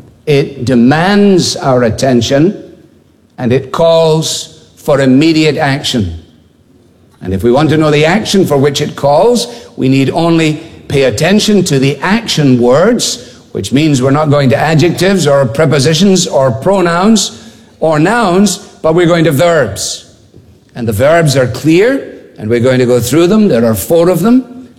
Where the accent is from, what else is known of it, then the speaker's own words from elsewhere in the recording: Scotland, United Kingdom; and in making the call as a Scotsman, it seemed to me only sensible to ask for